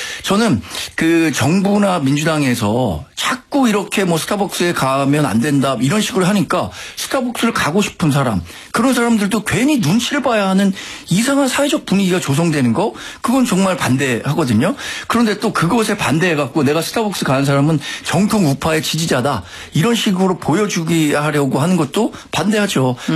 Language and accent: Korean; South Korea